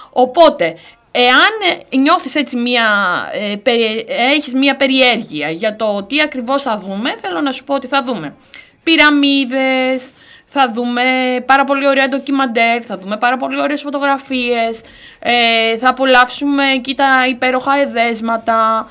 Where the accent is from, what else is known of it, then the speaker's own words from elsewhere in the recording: Kavala, Eastern Macedonia and Thrace, Greece; κάνεις παράπονα ότι συνέχεια σε πηγαίνω στην πόλη μου την Καβάλα και μιλάμε.